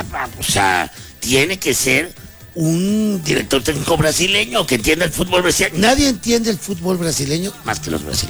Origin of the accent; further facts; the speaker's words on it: Spain; Que gane España. ¡Hombre! ¡Que gane!